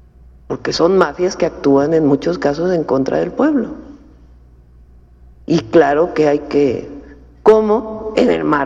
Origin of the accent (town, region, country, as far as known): Mexico